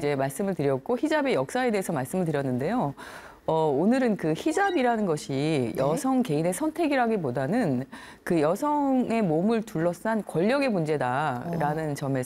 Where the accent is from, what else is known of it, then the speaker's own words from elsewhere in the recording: South Korea; 근데 제가 이제 아시아 사람이니까 베트남에서 왔냐? 이렇게 물어보더라고요. 네. 그래서 아니다, 한국이다.